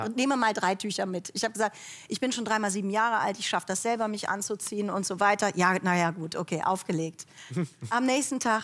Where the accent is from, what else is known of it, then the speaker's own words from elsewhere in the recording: Cologne, North Rhine-Westphalia, Germany; Du kannst dir ungefähr vorstellen, in welchem Spannungsverhältnis ich lebe als Kölnerin.